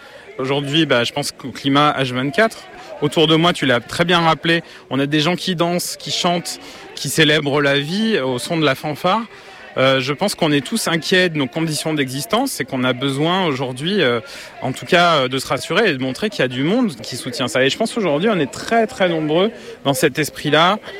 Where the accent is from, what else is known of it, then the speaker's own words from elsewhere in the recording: Pays de la Loire, France; donc, je viens de la région des Pays de la Loire, la région voisine d'ici.